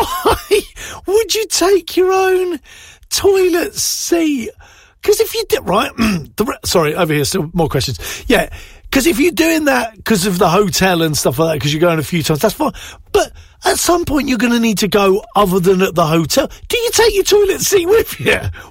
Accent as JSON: {"language": "English", "country": "United Kingdom", "said": "If you are going on holiday as a Brit, apparently you're supposed to take with you, because a high percentage of us do, tea bags."}